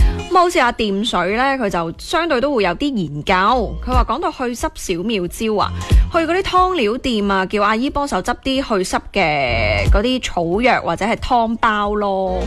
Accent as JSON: {"language": "Cantonese", "region": "Guangdong", "country": "China", "said": "我哋广东人"}